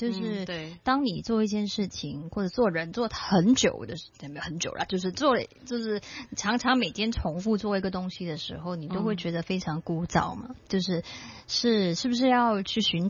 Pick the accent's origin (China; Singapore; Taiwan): Singapore; 其实我童年不在香港长大，就是在新加坡